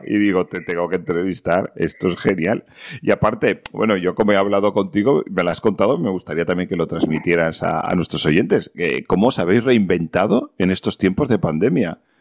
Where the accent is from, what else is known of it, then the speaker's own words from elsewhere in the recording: Valencian Community, Spain; nosotros que somos de Valencia.